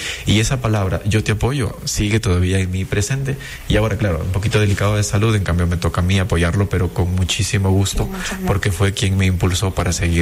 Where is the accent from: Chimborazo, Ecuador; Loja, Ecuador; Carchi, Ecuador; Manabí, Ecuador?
Loja, Ecuador; Zapotillo; moved away; lo más cercano a mi tierra, que es Loja, por supuesto, Zapotillo a Loja